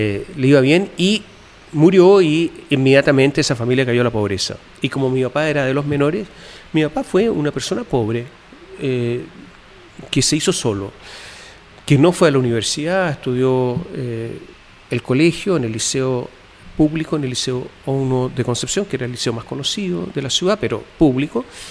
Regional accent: Italy; also born or lived in United States; Yo soy italiana, yo nací en Estados Unidos por casualidad y tenía naturalmente que nacionalidad italiana

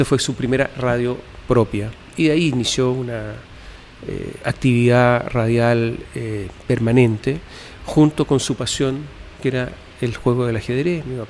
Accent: Italy; also born or lived in United States

